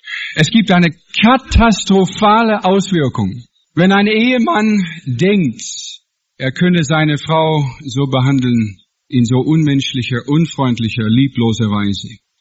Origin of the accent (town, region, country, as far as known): Washington, United States; German is a second language